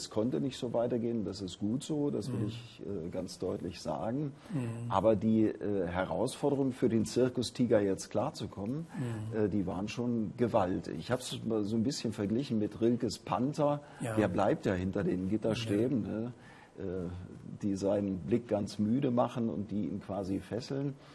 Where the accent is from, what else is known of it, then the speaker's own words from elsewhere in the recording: East Germany, Germany; in der DDR aufgewachsen. Ich war 35, als die Wende war und war natürlich integriert in diese DDR